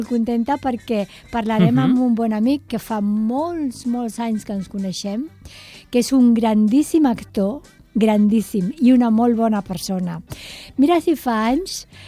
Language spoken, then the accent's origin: Catalan; Sant Just Desvern, Catalonia, Spain; aquí a Sant Just, clar, perquè és el meu poble